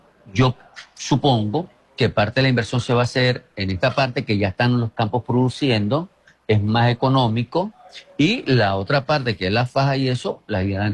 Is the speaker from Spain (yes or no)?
no; Venezuela; no solamente a nosotros como venezolanos